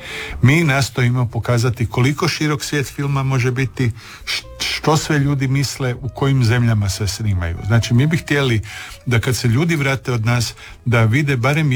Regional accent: Croatia; Ja radim filmove, ja dolazim iz Hrvatske.

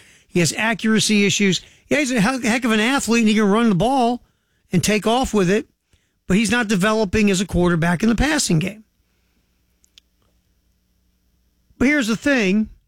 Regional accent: Baltimore, Maryland, United States; growing up in Baltimore

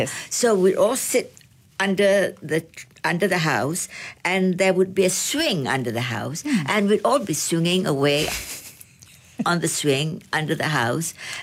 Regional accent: Penang, Malaysia; growing up in Penang was for me a joy, a great memory and a joy, because we have so many friends in the kampung

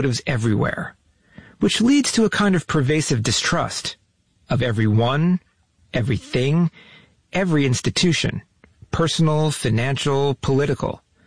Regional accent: New York, United States; I was raised in New York

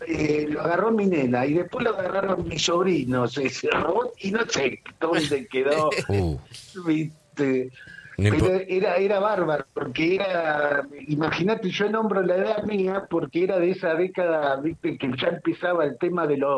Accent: Avellaneda, Buenos Aires Province, Argentina; now in San Fernando, Argentina; Nací y me crié en Avellaneda.

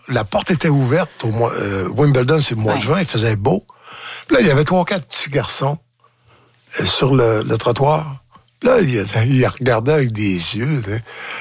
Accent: Falardeau, Quebec, Canada; Encore là, je dis, c'est fou à dire, mais je viens de Falardeau.

